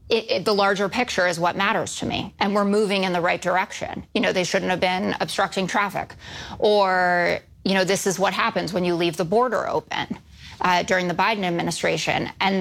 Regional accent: New York City, New York, United States; I grew up in New York City, a very liberal family, school with all liberals.

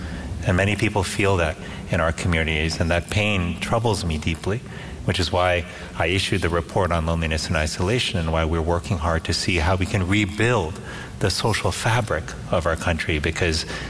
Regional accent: Miami, Florida, United States; I was born in Miami and brought up in Miami, they say, you don't really look like someone who's from Miami.

